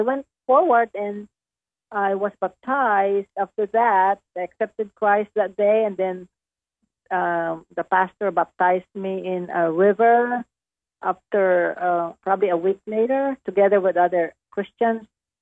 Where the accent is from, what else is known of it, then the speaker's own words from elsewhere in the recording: Western Visayas, Philippines; Negros. Negros Occidental. It's Visayas. It's in the middle part of the Philippines.